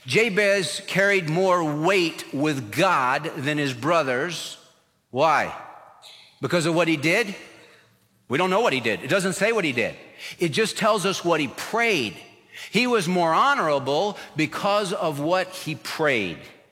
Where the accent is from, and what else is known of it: California, United States; born or raised there